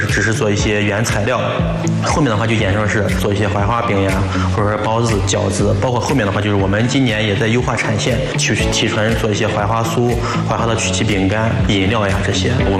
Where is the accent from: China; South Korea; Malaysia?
China; Shaanxi; 咱们陕西这边秦式月饼的一个工艺